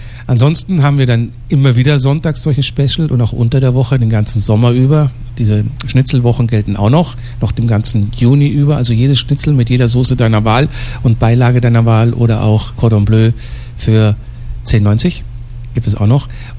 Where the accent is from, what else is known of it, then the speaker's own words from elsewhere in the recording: Germany; Und diesmal ist es mein Heimatland. Deutschland-Tour ist angesagt.